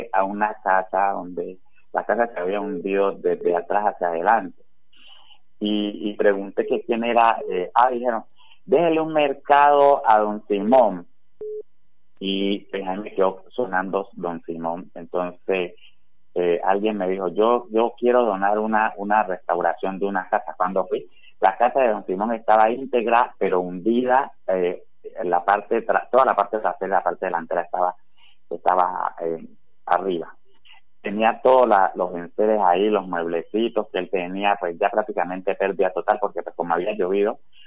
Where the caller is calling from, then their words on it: Buenaventura, Valle del Cauca, Colombia; quiénes somos los porteños, cómo somos las personas de Buenaventura.